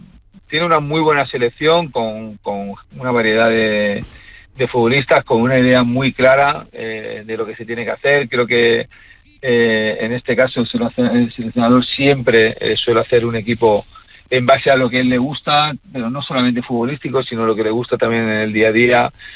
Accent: Spain; al final es una satisfacción como español que soy

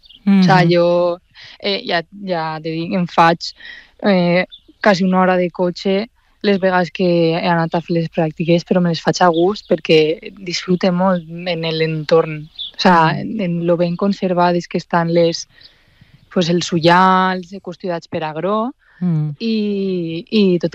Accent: Valencian Community, Spain; jo que sóc de l'Horta Sud, tinc l'Albufera a lo més proper, sempre m'he criat ahí.

